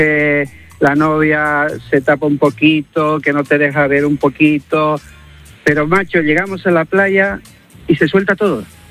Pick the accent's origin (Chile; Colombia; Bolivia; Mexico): Bolivia; now in Spain; No, no esperaba soy yo boliviano.